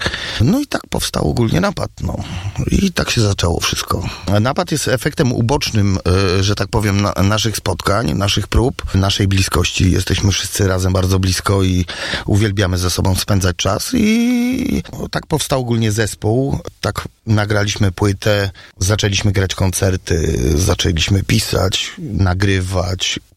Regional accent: Chrzanów, Lesser Poland, Poland; Ja pochodzę z Chrzanowa

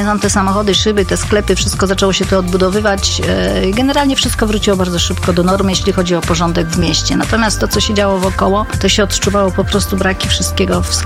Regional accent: Radom, Masovian Voivodeship, Poland; U nas w Radomiu

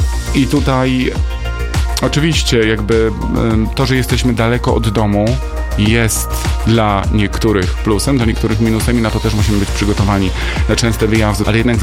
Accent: Nowy Sącz, Lesser Poland, Poland; I ja powiedziałem, że faktycznie urodziłem się w Nowym Sączu i to moje rodzinne miasto, do którego zawsze z sentymentem wracam.

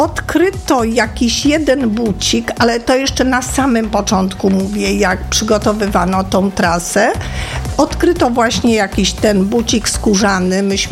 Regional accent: Przemyśl, Subcarpathian Voivodeship, Poland; Ja jestem z Przemyśla

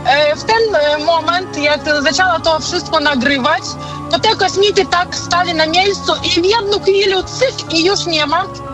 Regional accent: Belarus; Polish is a second language; I mówię, o Boże, bo ja jestem z Białorusi, ja nie jestem z Polski.

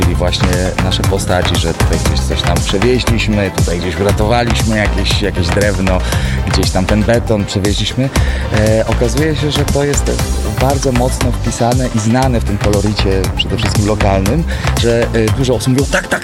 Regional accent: Świętokrzyskie Voivodeship, Poland; ja jestem ze Świętokrzyskiego

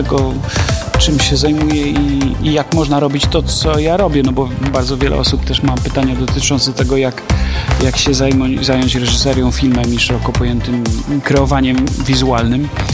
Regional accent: Łomża, Podlaskie Voivodeship, Poland; moved away; autorskie w Łomży, czy też w okolicach, to zawsze bardzo chętnie się na tym spotkaniu zjawiam, no bo jestem stąd.

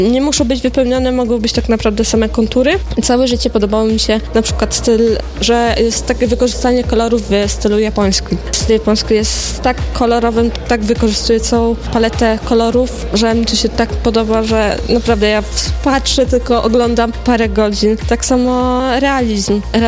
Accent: Podlaskie Voivodeship, Poland; pochodzę jednak z Podlasia i tak naprawdę wracam do korzeni.

